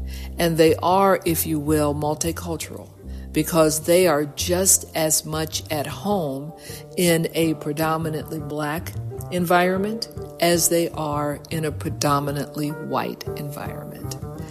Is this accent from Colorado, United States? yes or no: no; Wilberforce, Ohio, United States; I was a local, as I grew up in Wilberforce, Ohio